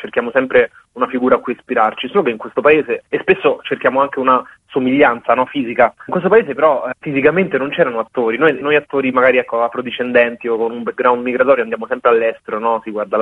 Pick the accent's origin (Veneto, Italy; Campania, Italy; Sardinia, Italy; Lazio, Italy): Lazio, Italy; Rome; io sono nato e cresciuto a Roma da genitori immigrati africani.